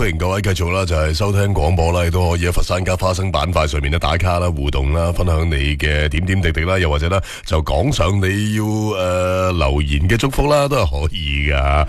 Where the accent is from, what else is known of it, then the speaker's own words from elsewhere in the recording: Guangdong, China; 我哋广东人